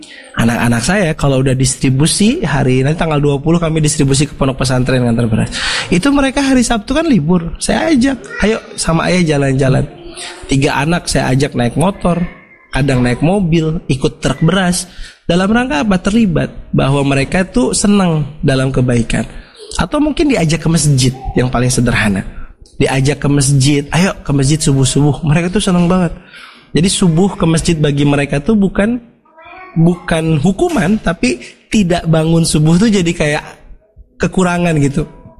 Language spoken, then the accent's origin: Indonesian; Bandung, West Java, Indonesia; dulu ini masya Allah saya kan orang Bandung, sekolah di Gontor di Jawa Timur.